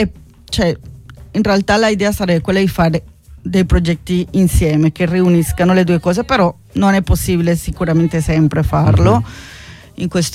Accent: Colombia; moved away; Io vengo dalla Colombia.

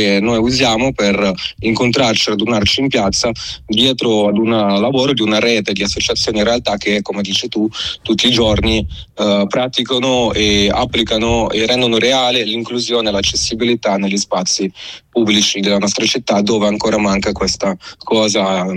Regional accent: Lombardy, Italy; perché appunto parlo da lombardo.

